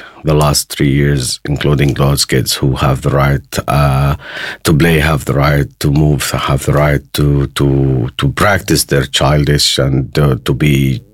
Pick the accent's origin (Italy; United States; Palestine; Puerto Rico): Palestine; I come from Palestine